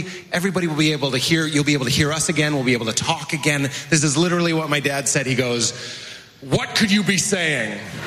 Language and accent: English; Boston, Massachusetts, United States; moved away; I'm from Boston, Massachusetts. I went home to visit my family.